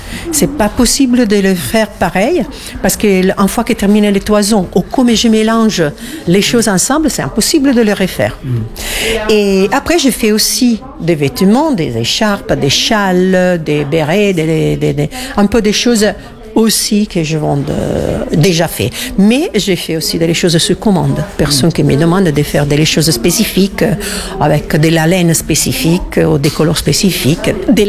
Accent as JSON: {"language": "French", "country": "Italy", "second_language": "French", "lives_now": "France", "said": "Je suis italienne et mon activité, je suis une artisane bien sûr"}